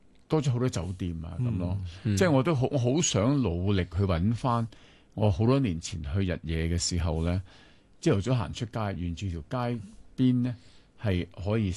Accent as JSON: {"language": "Cantonese", "country": "China", "said": "咁即係因為我哋中國人咧，尤其細個嗰時，老師可能未必知嘅"}